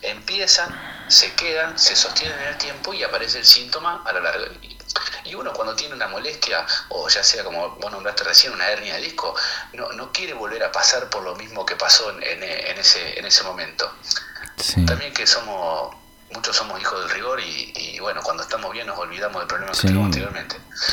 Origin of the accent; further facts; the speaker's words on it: Santa Fe, Argentina; moved away as an adult; now in Reconquista, Argentina; Yo estoy hace 14 años en Reconquista, yo soy de Santa Fe, tengo mi consultorio en Santa Fe, ahí en Reconquista.